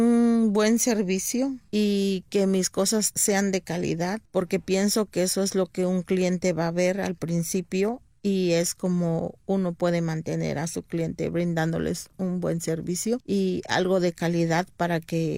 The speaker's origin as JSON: {"language": "Spanish", "region": "Oaxaca", "country": "Mexico", "said": "yo vengo del estado de Oaxaca y ahí hay muchos artesanos que se dedican a hacer joyería en filigrana"}